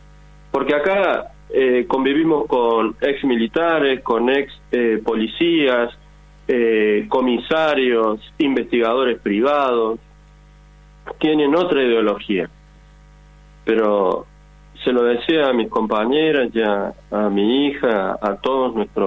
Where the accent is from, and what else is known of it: Córdoba, Argentina